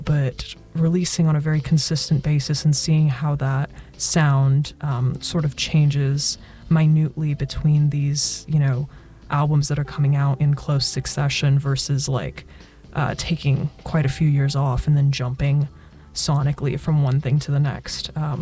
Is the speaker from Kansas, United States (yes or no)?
no; Fresno, California, United States; now in Santa Barbara, United States; I always have one foot in the door in Fresno and one foot in the door in Santa Barbara.